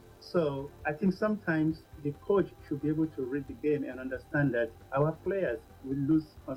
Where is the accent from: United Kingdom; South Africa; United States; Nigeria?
Nigeria; growing up in Africa, particularly in Nigeria